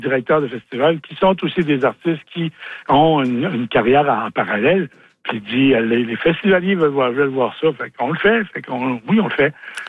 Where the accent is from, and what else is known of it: Quebec, Canada